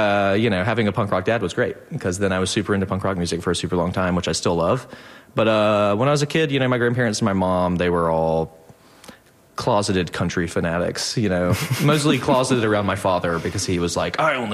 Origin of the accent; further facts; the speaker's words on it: Georgia, United States; Yeah, I grew up in South Georgia.